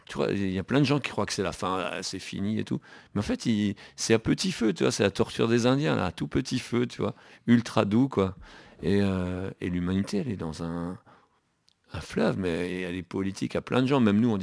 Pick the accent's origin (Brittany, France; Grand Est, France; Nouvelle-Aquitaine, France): Grand Est, France; Biesheim; moi je viens d'un petit village où il pleut jamais. Nous on habite dans la poche de Colmar, c'est entre Colmar et Fribourg, vraiment au bord du Rhin.